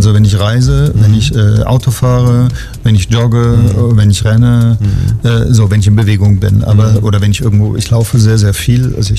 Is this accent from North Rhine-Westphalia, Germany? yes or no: no; Stuttgart, Baden-Württemberg, Germany; Ich bin in Stuttgart aufgewachsen, in der Nähe von amerikanischen Kasernen, mhm, und habe immer amerikanisches Radio gehört.